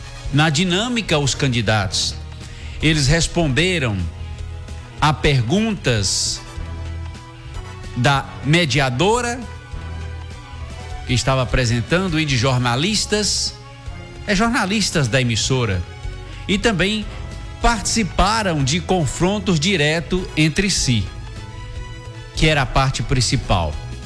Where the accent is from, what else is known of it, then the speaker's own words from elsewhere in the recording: Bahia, Brazil; bestas somos nós do interior da Bahia